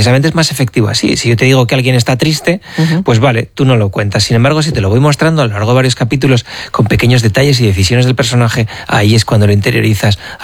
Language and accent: Spanish; La Rioja, Spain; yo soy riojano